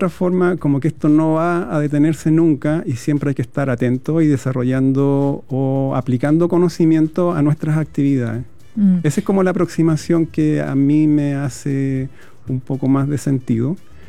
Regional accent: Chile; Yo creo que somos tan resilientes como chilenos, como raza

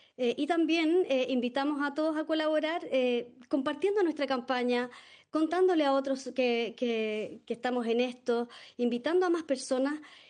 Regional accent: Chile; la invitación es a que todos como chilenos pensemos hoy día qué país queremos construir

